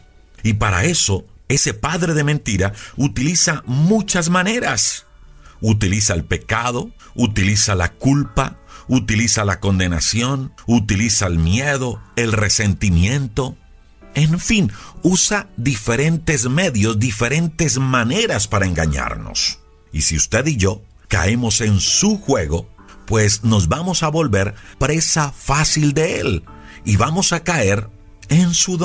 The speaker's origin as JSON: {"language": "Spanish", "country": "Colombia"}